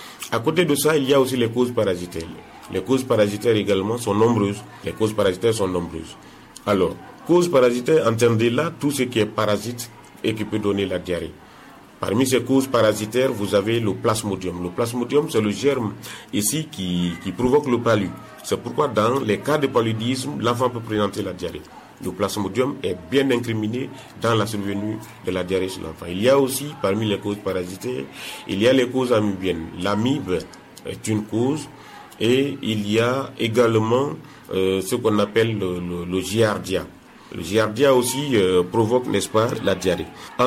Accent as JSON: {"language": "French", "country": "Guinea", "said": "chez nous en Guinée"}